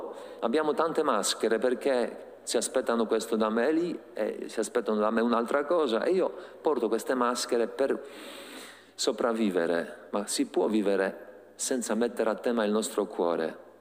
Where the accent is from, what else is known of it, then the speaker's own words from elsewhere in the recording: Poland; Italian is a second language; now in Italy; Io sono polacco.